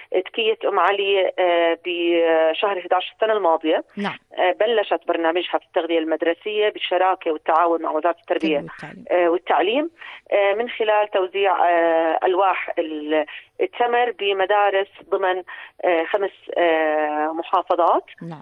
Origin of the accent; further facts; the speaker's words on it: Jordan; إحنا كلنا كمواطنين كأردنيين